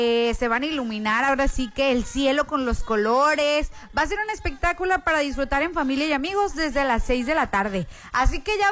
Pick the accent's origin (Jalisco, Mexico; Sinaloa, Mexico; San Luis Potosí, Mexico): Sinaloa, Mexico; como mexicanos, como sinaloenses.